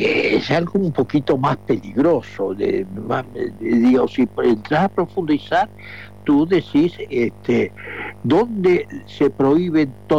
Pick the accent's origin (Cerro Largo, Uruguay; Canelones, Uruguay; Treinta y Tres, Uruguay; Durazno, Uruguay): Canelones, Uruguay; yo soy un canario